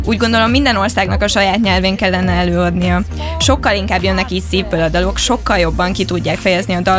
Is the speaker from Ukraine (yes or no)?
yes; Ukraine; és Ukrajnából jöttem.